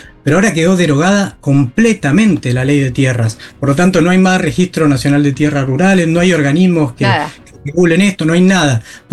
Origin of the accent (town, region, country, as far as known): Argentina